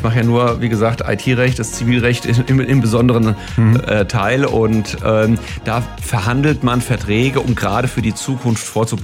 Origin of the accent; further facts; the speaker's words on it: Wiesbaden, Hesse, Germany; Ja, Wiesbaden ist meine Heimatstadt. Ich meine, ich bin in Wiesbaden zur Grundschule gegangen